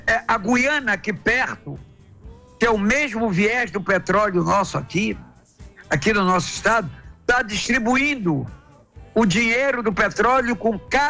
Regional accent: Amapá, Brazil; eu como amapaense, como entusiasta pela minha terra

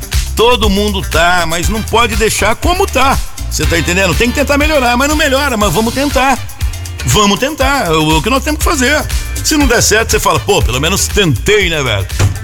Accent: Brazil; somos brasileiros

